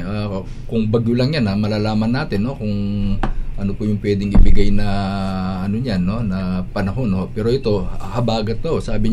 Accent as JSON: {"language": "Tagalog", "region": "Central Luzon", "country": "Philippines", "tie": "born there", "said": "pinanganak ako sa Pampanga"}